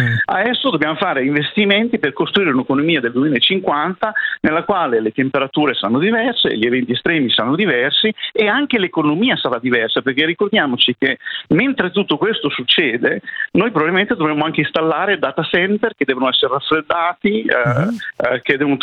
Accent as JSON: {"language": "Italian", "town": "Bologna", "region": "Emilia-Romagna", "country": "Italy", "accent": "Bolognese", "said": "come voi potete sentire dall'accento, io sono di Bologna."}